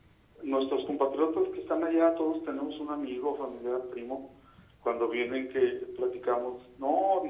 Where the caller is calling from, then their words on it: Fresnillo, Zacatecas, Mexico; Aquí en Fresnillo.